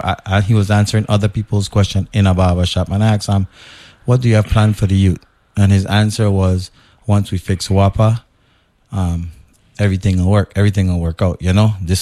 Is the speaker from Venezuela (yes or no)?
no; St. Croix, U.S. Virgin Islands; also born or lived in New York City; Yeah, I was born and raised here on St. Croix.